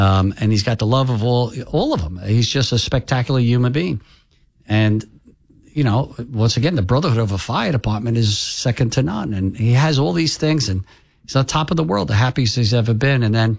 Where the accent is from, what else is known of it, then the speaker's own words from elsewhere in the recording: Staten Island, New York, United States; We're all from Staten Island.